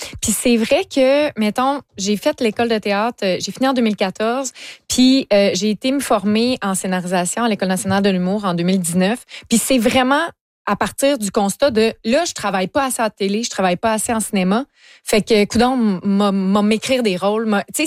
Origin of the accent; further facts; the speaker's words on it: Lévis, Quebec, Canada; moi, je viens de Lévis.